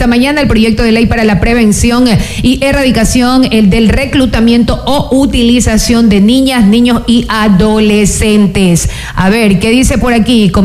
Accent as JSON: {"language": "Spanish", "country": "Ecuador", "said": "a nosotros como ecuatorianos, oyentes y amigos en sintonía"}